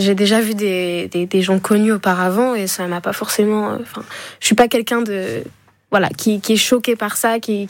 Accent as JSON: {"language": "French", "region": "Grand Est", "country": "France", "said": "Je suis des Vosges."}